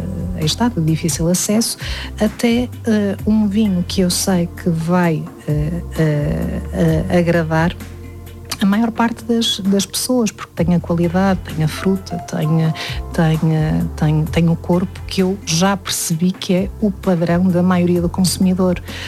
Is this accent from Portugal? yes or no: yes; Portugal; moved away; quando lá cheguei, isto em 2010, tinha os masters todos a dar-nos, não é, as aulas, a explicar, e eu vinha de Portugal